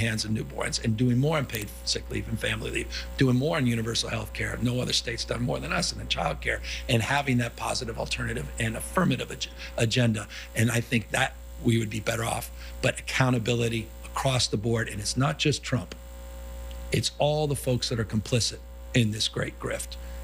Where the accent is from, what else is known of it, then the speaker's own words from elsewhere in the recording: California, United States; Maybe it's because I'm from the Bay Area. Maybe it's because I'm California.